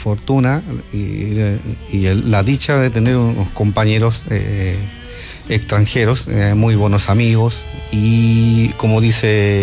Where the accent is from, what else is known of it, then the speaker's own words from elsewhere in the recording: Curicó, Maule, Chile; Y además, somos de la tierra de Chile, de Curicó.